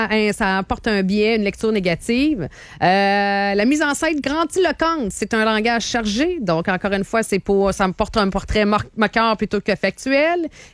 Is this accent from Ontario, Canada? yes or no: no; Quebec, Canada; chez nous, au Québec et au Canada